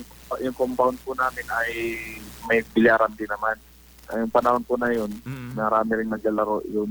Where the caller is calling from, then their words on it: Quezon, Palawan, Philippines; Barangay Tabon po, Quezon, Palawan.